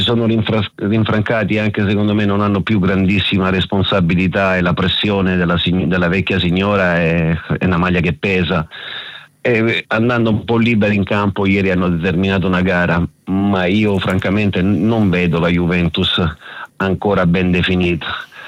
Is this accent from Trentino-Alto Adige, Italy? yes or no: no; Taranto, Apulia, Italy; born there; vorrei fare i complimenti alla mia città natale Taranto